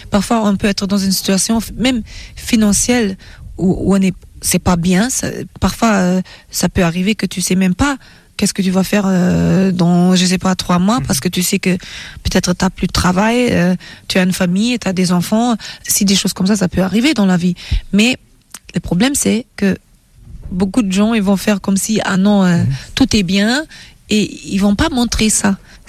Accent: Germany; J'aime les bretzels aussi parce que j'ai grandi en Allemagne et j'aime le foufou et le okra et le égoussi de Nigeria.

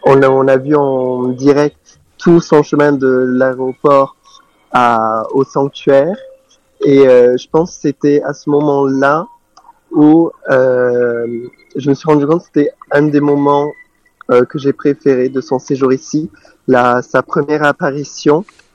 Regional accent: Lourdes, Occitanie, France; je suis donc un jeune catholique de Lourdes.

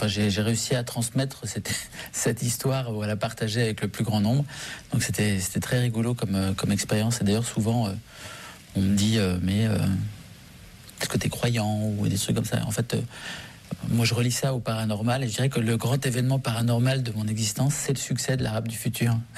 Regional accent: Syria; born or raised there

